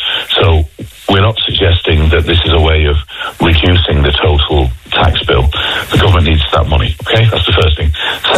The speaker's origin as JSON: {"language": "English", "region": "Munster", "country": "Ireland", "tie": "born or raised there", "said": "My mother lives, despite my funny accent, North Cork is home to me. And my mother lives in North Cork."}